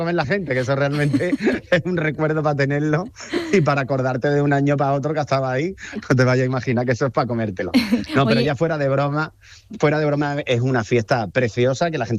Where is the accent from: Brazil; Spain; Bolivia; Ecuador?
Spain; Andalusia; moved away; los que venimos de la Alpujarra, hemos nacido allí o están viviendo allí